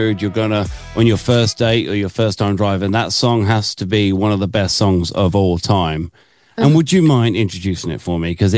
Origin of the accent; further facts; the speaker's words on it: United Kingdom; I grew up in American cars in the UK, and we had a cassette stuck in the stereo from